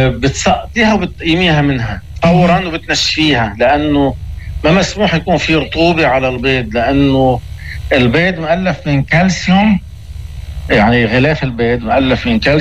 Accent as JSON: {"language": "Arabic", "country": "Lebanon", "said": "موجود عندنا بلبنان"}